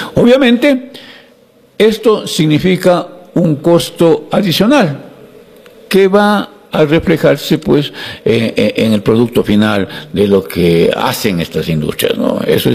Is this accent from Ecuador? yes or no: yes; Ecuador; yo creo que como ecuatorianos debemos pensar en estos proyectos